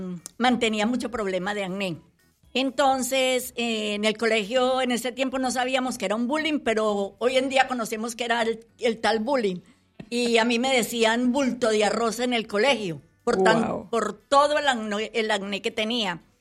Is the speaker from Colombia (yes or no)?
yes; Colombia; soy colombiana.